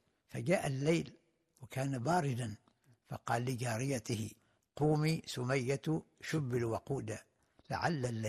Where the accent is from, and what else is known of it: Oman